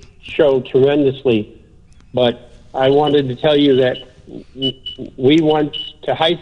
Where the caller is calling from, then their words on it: Richmond, Wisconsin, United States; Richmond, Wisconsin.